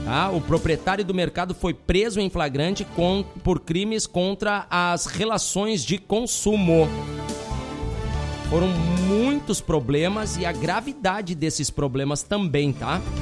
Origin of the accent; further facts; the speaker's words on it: Frederico Westphalen, Rio Grande do Sul, Brazil; Lá na minha cidade natal